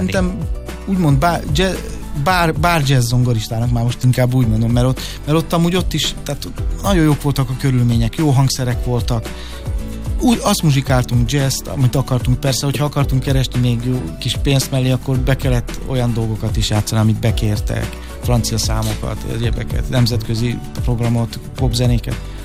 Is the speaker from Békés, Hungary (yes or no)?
no; Budapest, Hungary; én a 7. kerületben nevelkedtem, aha, csak amikor megházasodtam, átkerültem a 8-ban